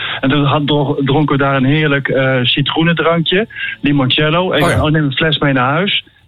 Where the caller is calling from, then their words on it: Culemborg, Gelderland, Netherlands; Kulemorgen